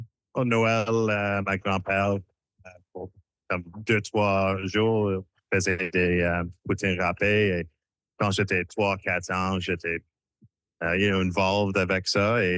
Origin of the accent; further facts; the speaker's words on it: Halifax, Nova Scotia, Canada; Oui, je suis de Nouvelle-Écosse. Je suis d'Halifax. Mes grands-parents sont de Shediac. Ma mère de Shediac, puis Bocuse et Saint-Louis-de-Kent.